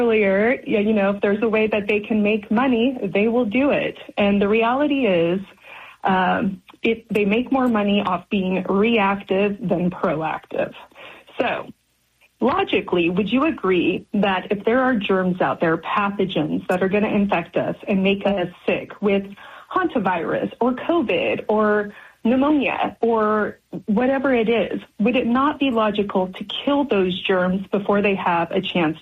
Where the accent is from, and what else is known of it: Idaho, United States